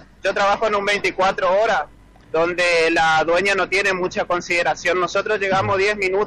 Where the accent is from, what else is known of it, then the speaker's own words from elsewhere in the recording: Argentina; born there; Yo soy argentino, hijo de argentino y nacido en Argentina.